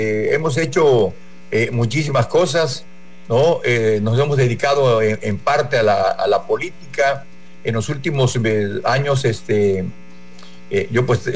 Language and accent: Spanish; Tabasco, Mexico; yo soy de Tabasco, ya saqué hasta mi boleto para regresarme hoy mismo